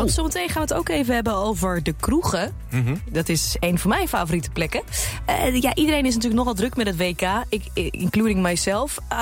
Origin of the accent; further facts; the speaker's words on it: Netherlands; born there; Want ik ben in Nederland geboren.